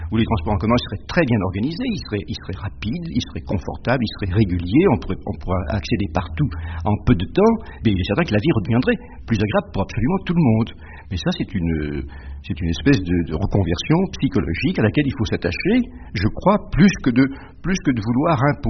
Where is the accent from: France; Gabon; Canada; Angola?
France; Vous savez, nous sommes français, un peu latin, un peu gaulois.